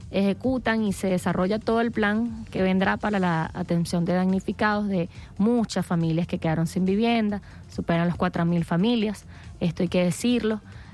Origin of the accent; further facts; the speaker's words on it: Venezuela; lo que verdaderamente somos los venezolanos y las venezolanas, de nuestra identidad